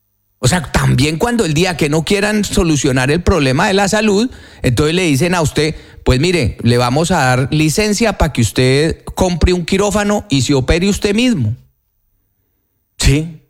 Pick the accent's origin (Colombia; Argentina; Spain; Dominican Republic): Colombia; yo no tengo que hacer aquí mucho esfuerzo para explicarle cómo somos los colombianos.